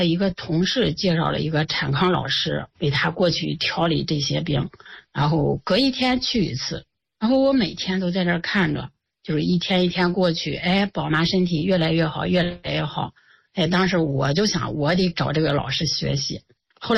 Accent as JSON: {"language": "Chinese", "town": "Xingtai", "region": "Hebei", "country": "China", "tie": "born or raised there", "moved": "yes", "said": "回老家了，因为我老家邢台的"}